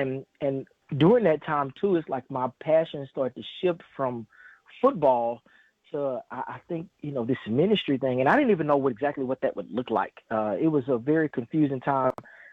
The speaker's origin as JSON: {"language": "English", "town": "Dallas", "region": "Texas", "country": "United States", "tie": "born or raised there", "said": "being a Dallas boy, I grew up born and raised in Dallas."}